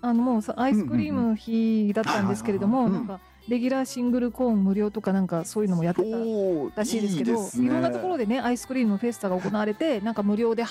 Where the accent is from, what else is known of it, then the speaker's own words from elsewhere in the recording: Kagawa, Japan; moved away; 実は私あの地元の香川県にいる頃にですね、あのサーティワンで、バイトしてたことがあるんですけど